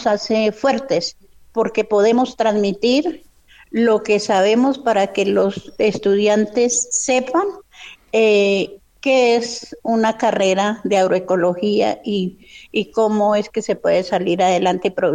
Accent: Zetaquira, Boyacá, Colombia; born there; moved away; yo sí soy nacida en Zetaquira, Boyacá, y allí mis padres no aplicaban nada de químico, todo lo hacían con compostaje, con capote de monte, los semilleros y todo, era una bendición como se hacían las cosas. Pero luego yo fui a la ciudad

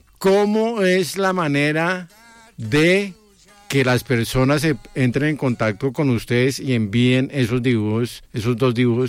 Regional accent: Colombia; los que más interesados estamos en decir y opinar algo al respecto somos nosotros los colombianos

